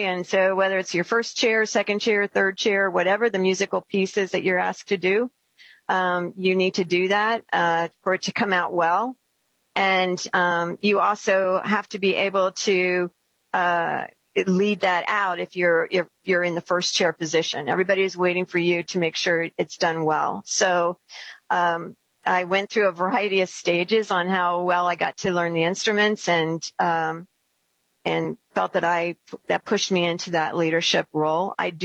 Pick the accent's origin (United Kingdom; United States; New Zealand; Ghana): United States; York, Pennsylvania; 8 to 14, I was living in inner city York.